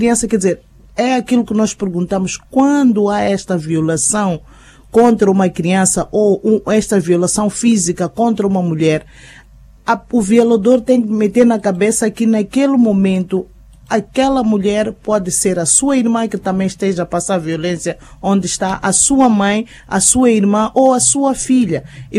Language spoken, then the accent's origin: Portuguese; Xidenguele, Gaza, Mozambique; born there; Xidenguele é onde eu nasci